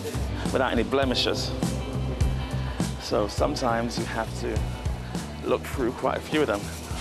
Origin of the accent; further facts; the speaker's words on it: Nottingham, East Midlands, United Kingdom; moved away as an adult; now in Florida, United States; I'm from Nottingham. I came to the US when I was 18 years old.